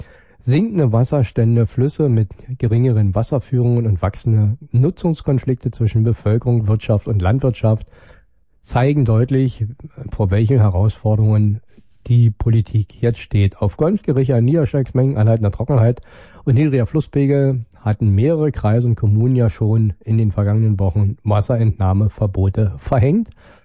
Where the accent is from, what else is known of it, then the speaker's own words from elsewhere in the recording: Brandenburg, Germany; wie wir als Brandenburger ja das auch anders sehen